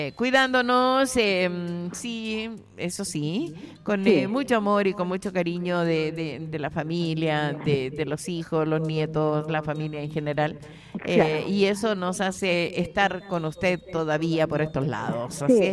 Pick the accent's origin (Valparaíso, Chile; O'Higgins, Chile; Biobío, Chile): O'Higgins, Chile; Santa Cruz; born there; saludos a Santa Cruz, mi ciudad natal.